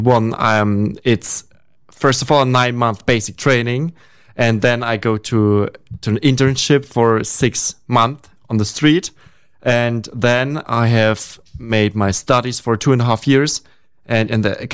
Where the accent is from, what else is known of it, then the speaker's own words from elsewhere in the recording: Mannheim, Baden-Württemberg, Germany; I'm from Germany. I'm a police officer. I'm here in Fort Wayne for 1.5 weeks.